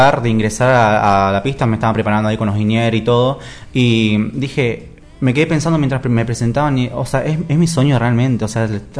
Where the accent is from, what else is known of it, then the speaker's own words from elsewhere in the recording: Río Negro, Argentina; also born or lived in Neuquén; yo, o sea, estuve viviendo nací en Neuquén, estuve viviendo toda mi vida en Río Negro